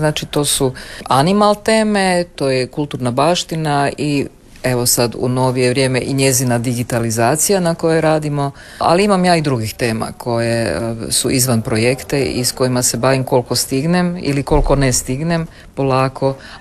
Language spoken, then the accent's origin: Croatian; Čakovec, Međimurje County, Croatia; moved away as an adult; now in Zagreb, Croatia; Ja sam dakle s najsjevernijeg otoka koji se zove Međimurje, okruženo Murom i Dravom. Ja sam iz Čakovca, a moji roditelji, to uvijek volim naglasiti, su s gornjeg Međimurja. Dakle, mama je iz Malog Mihaljevca, tata je Zasadbrega.